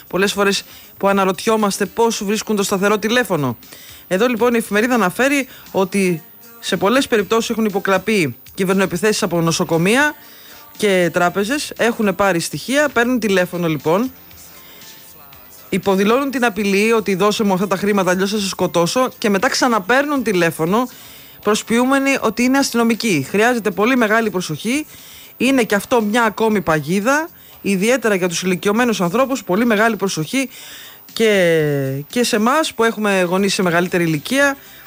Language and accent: Greek; Greece; βλέπει το διαβατήριο και μόλις βλέπει ότι είμαι Ελληνίδα